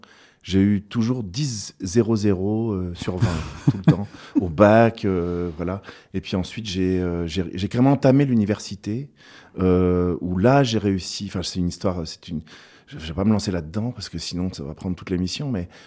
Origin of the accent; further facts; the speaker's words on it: Langres, Grand Est, France; J'ai grandi à Langres, donc c'est en France.